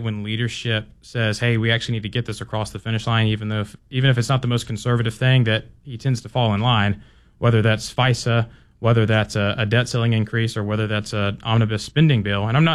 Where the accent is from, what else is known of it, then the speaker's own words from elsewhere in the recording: Maylene, Alabama, United States; Maylene, Alabama.